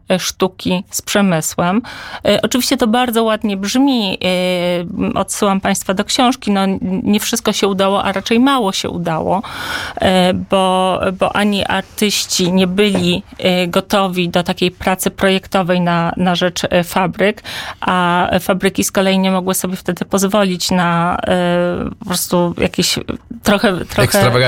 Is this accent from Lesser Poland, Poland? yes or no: yes; Kraków, Lesser Poland, Poland; Jestem krakowianką.